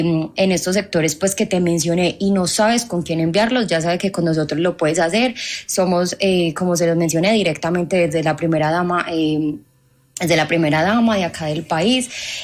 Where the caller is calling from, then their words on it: Medellín, Antioquia, Colombia; yo me comunico desde Medellín.